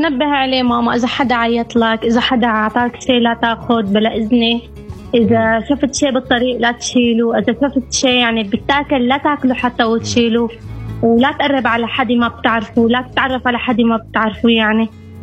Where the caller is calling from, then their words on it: Homs, Homs Governorate, Syria